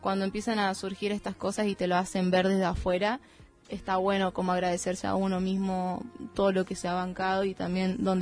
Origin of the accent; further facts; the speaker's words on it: Villa Mercedes, San Luis, Argentina; moved away as an adult; now in Buenos Aires, Argentina; Yo soy de Eva Perón, de Villa Mercedes